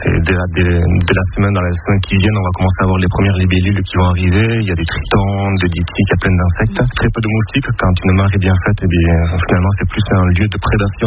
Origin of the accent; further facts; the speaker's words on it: Ustaritz, Nouvelle-Aquitaine, France; j'ai 36 ans et je viens d'Ustaritz.